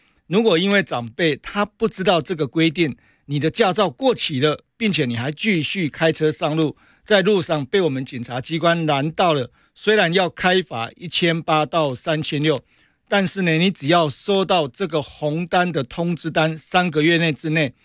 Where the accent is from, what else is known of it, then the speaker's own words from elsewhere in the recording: Taiwan; 我们台湾人是非常有同理心的